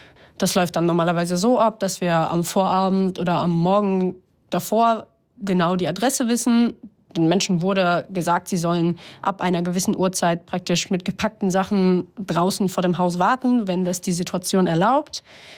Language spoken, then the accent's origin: German; Münster, North Rhine-Westphalia, Germany; moved away as an adult; now in Kramatorsk, Ukraine; Ich heiße … ich bin 26 Jahre alt, ich komme ursprünglich aus Münster, aber momentan leite ich hier in Kramatorsk im Donbass in der Ostukraine eine NGO.